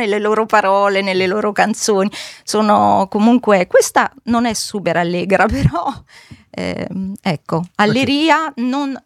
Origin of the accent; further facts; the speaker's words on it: France; now in Italy; Io sono nata in Francia, ho fatto la scuola in Francia, poi sono tornata in Italia, i miei sono italiani.